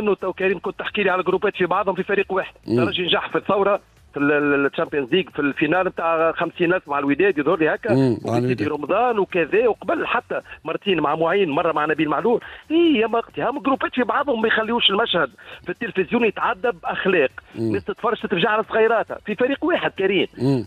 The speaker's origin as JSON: {"language": "Arabic", "country": "Tunisia", "said": "بلادنا تونس"}